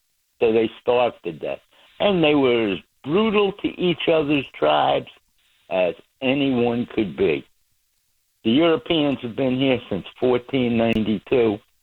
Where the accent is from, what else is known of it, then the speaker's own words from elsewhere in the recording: New York, United States; now in New Jersey, United States; I grew up in New York, and it was always a big deal. Especially I lived in a neighborhood that was all Italian and Jewish